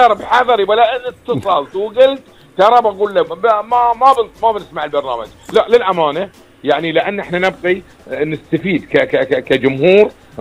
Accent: Bahrain; عندنا في البحرين

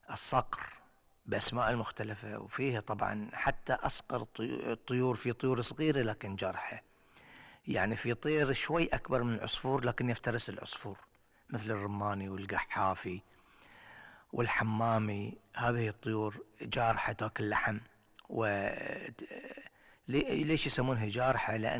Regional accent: Bahrain; عندنا في البحرين

